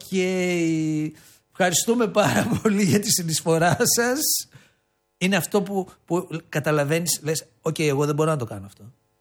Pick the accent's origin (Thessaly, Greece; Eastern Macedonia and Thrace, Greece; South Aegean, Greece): Thessaly, Greece; Trikala; Μια ερώτηση να κάνω, γιατί εγώ είμαι ζαβό από τα Τρίκαλα.